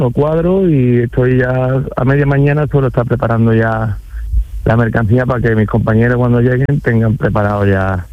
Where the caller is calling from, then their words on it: Écija, Andalusia, Spain; Nosotros somos de Écija.